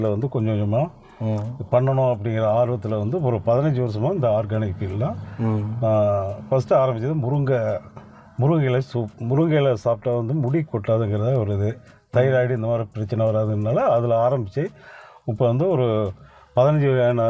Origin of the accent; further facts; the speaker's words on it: Aravakurichi, Tamil Nadu, India; நான் கரூர் மாவட்டம் அரவக்குறிச்சி டாலகில் வந்து ஈசனத்த கிராமத்தில் வந்து கருங்கல்பட்டிங்கிற ஊரில் கிராமத்தில் வந்து பிறந்தேன். என்னுடைய கல்வி படிப்பு எல்லாமே வந்து ஆண்டிப்பட்டி கோட்டைங்கிற இடத்துல, இதுவும் அரவக்குறிச்சி பகுதியில் தான் இருக்குங்க. அங்கே வந்து +2 வரைக்கும் படிச்சிருக்கேன்.